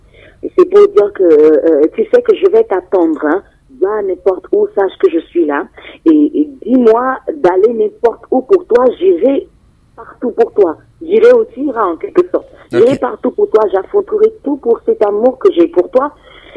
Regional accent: Benin; born there; also born or lived in Parakou, Benin; Ma mère est de Agon-Likové, je suis née à Agon-Likové

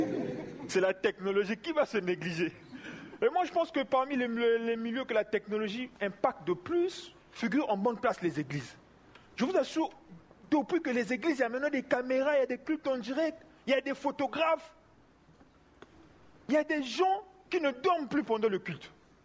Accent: Brazzaville, Republic of the Congo; Et chez nous, à Brazzaville

